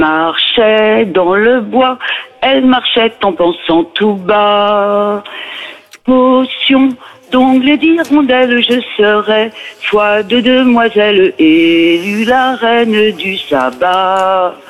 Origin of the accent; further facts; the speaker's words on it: Paris, Île-de-France, France; Je suis pas là depuis longtemps, je suis parisienne.